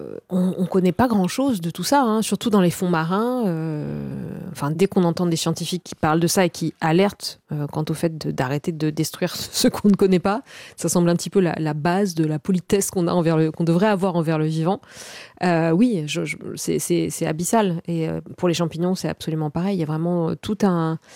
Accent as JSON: {"language": "French", "region": "Corsica", "country": "France", "said": "Puisque moi, je suis donc originaire de Corse et de moyenne montagne, de Castagniccia."}